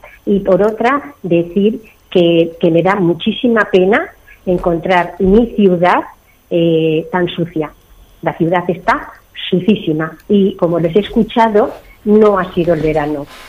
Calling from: León, Castile and León, Spain; Como leonesa me da mucha pena

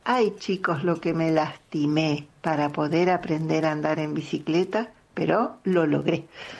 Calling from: Buenos Aires, Argentina; de Devoto

